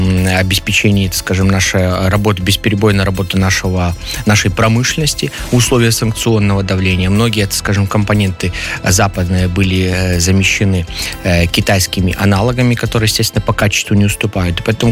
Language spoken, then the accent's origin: Russian; Belarus